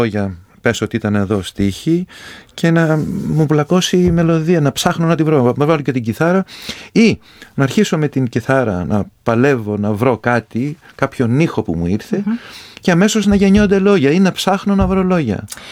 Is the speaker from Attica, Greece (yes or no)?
no; Mytilene, North Aegean, Greece; Λέω Μυτιλίνη. Να λες ότι είμαι Μυτιλινιός, όχι ότι είμαι Έλληνας.